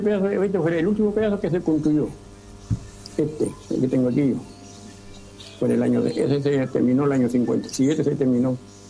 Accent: Coronel, Biobío, Chile; Yo 76 años ya. Nací y criado aquí en Schwager.

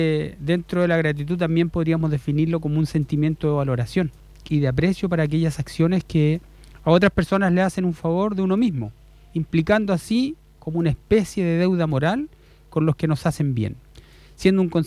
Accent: Chile; en nuestro país somos así, los chilenos en general

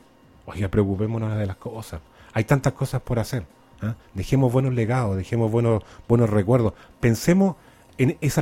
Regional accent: Chile; nosotros como chilenos

